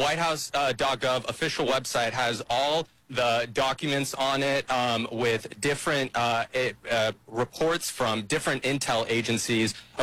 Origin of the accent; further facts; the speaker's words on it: Los Angeles, California, United States; I am from, to add a personal note to this, I am from Los Angeles